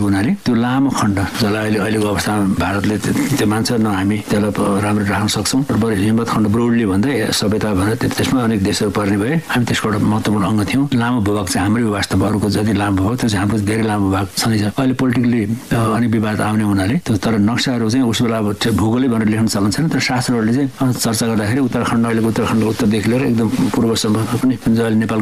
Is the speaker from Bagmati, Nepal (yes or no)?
no; Bhojpur, Koshi Province, Nepal; अलि पूर्व अझैतिर मेरो घर भोजपुर हो